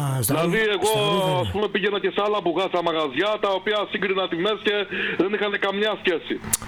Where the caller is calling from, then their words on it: Kalamaria, Central Macedonia, Greece; από Καλαμαριά.